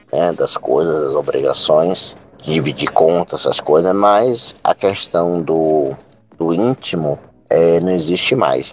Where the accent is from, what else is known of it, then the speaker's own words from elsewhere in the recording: Salvador, Bahia, Brazil; sou de Salvador, Bahia.